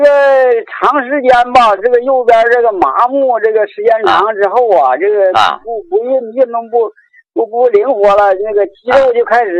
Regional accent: Tianjin, China; 张老师电话打进直播间了，我家是天津的。

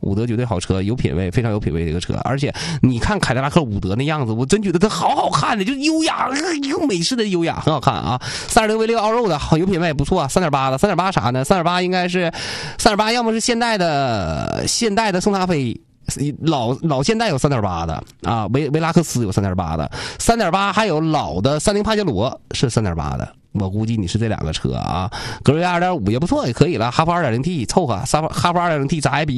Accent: Changchun, Jilin, China; 我长春人

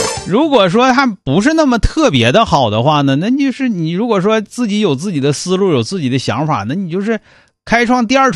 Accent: Northeast China, China; 但速冻饺子咱们东北人不爱吃，太难吃了那玩意儿。

